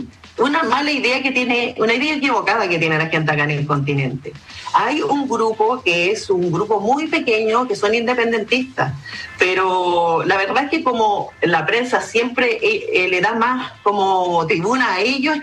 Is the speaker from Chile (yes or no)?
yes; Rapa Nui, Valparaíso, Chile; soy de Rapa Nui.